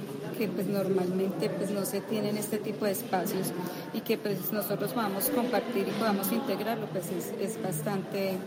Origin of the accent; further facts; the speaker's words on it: Colombia; Esa memoria histórica que tenemos por solo ser, pues, como ser colombianos